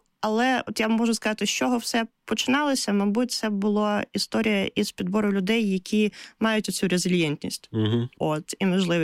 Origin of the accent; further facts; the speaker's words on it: Kherson, Kherson Oblast, Ukraine; Я сама з Херсону, тому тут в мене є маленький плюсик.